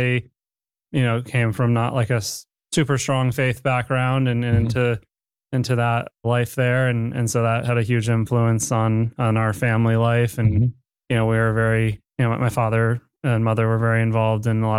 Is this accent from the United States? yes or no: yes; Massachusetts, United States; we have the pastor that I grew up with near Springfield.